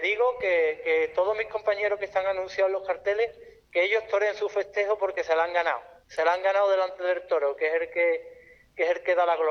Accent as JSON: {"language": "Spanish", "town": "Chiclana de la Frontera", "region": "Andalusia", "country": "Spain", "said": "como un torero de Chiclana que soy, un torero chiclanero"}